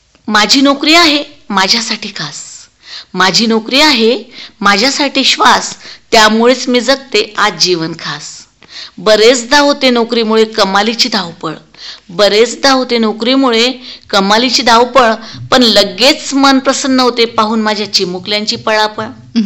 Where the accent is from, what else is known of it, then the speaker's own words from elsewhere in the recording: Marwad, Maharashtra, India; माझं माहेर मारवड तिथं मी शिकली, त्याच शाळेत मी काही दिवस नोकरी पण केलेली.